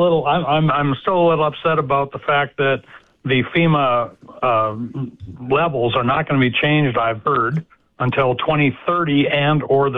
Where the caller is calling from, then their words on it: Harwood, North Dakota, United States; Yeah, I'm from Harwood out here